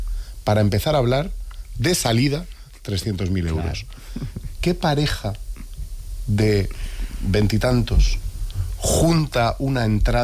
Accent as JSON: {"language": "Spanish", "town": "Madrid", "region": "Community of Madrid", "country": "Spain", "said": "yo te digo que en Madrid, que es lo que conozco porque es mi pueblo, en Madrid se está construyendo"}